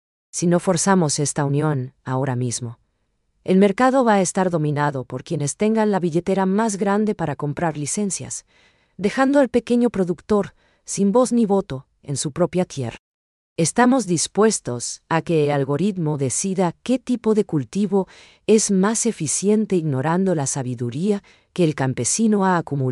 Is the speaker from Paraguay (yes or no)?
yes; Paraguay; lo que nos hace únicos como paraguayos.